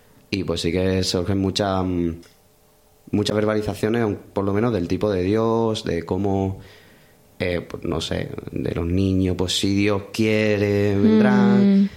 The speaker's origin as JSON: {"language": "Spanish", "town": "Seville", "region": "Andalusia", "country": "Spain", "also_born_or_lived": "Granada", "said": "Soy de Sevilla realmente. Ya luego pues me vine a Granada. Granada me enamoró. Y ya pues de ahí pues me quise quedar aquí."}